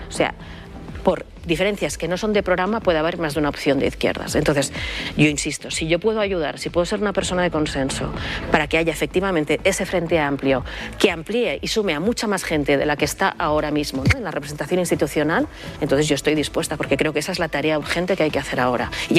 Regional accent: Catalonia, Spain; Quiero decir que a mí, personalmente, como catalana, no me sorprende que Junts esté cerca de la patronal inmobiliaria.

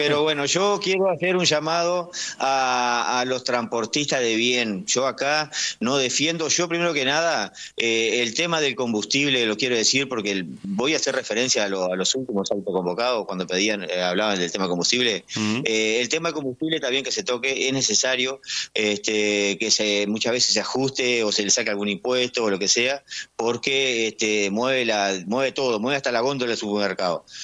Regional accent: Uruguay; nosotros como uruguayos tenemos que pelear por este país

